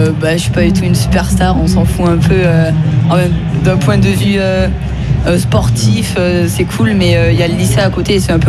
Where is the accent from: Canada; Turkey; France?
France; now in Montpellier area, France; je suis français